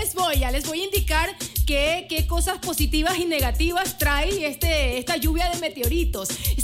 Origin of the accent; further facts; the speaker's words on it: Ecuador; Porque a veces uno como ecuatoriano se emociona